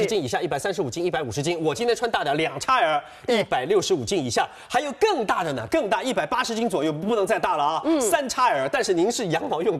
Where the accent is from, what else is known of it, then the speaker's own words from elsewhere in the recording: Shanghai, China; 我们上海人喜欢叫它是驼色